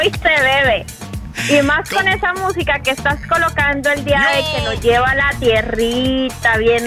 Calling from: Broward County, Florida, United States; Estoy en este momento llamando desde Broward County.

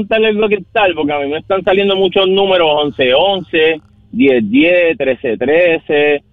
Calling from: Bayamón, Puerto Rico; De Bayamón.

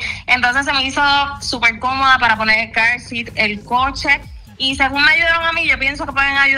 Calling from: Juncos, Puerto Rico; de Juncos.

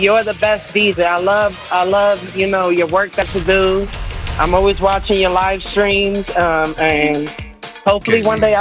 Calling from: Paterson, New Jersey, United States; I'm calling from Paterson, New Jersey, but I'm in the American Dream Mall.

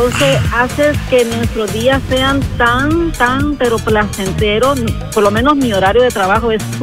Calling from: Miami, Florida, United States; De Miami, Florida.

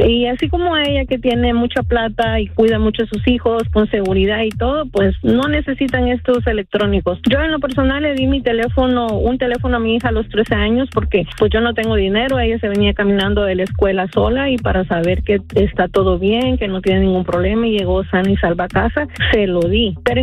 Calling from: California, United States; Hablo de la ciudad de Carajay.

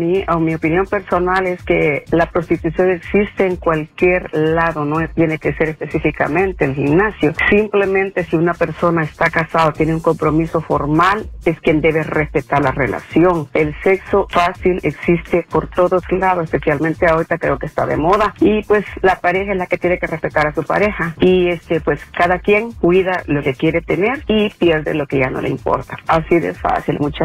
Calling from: Los Angeles, California, United States; de Los Ángeles, California.

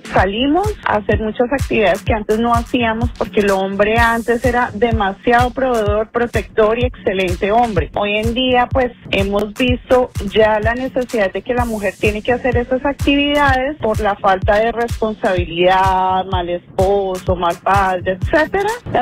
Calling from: Ontario, California, United States; Llamo de la ciudad de Ontario.

